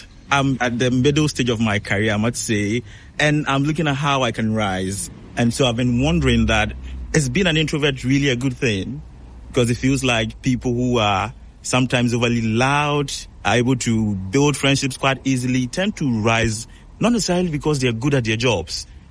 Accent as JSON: {"language": "English", "region": "Volta", "country": "Ghana", "lives_now": "Accra, Ghana"}